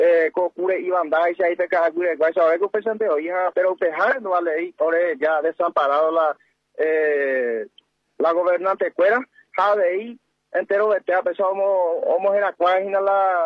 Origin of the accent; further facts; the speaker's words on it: Paraguay; como paraguayo, como indígena, como nativo